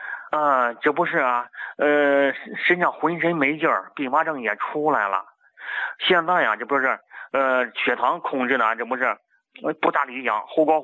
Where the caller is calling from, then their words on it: Baoding, Hebei, China; 我是保定的。